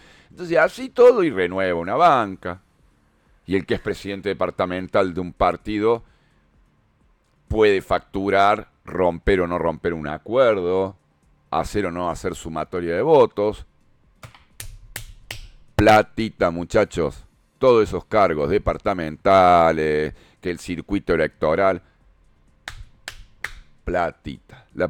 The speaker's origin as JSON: {"language": "Spanish", "country": "Argentina", "said": "las que atravesamos todos los argentinos"}